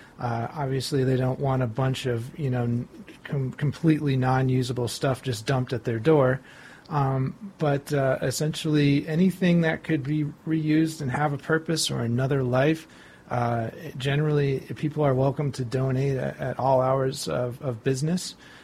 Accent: Cortland, New York, United States; In my hometown of Cortland, there's one.

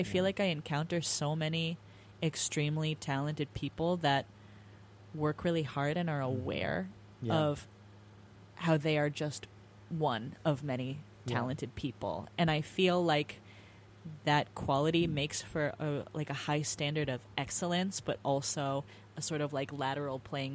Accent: California, United States; moved away as an adult; also born or lived in San Francisco Bay Area; now in New York, United States; I'm Californian to my core.

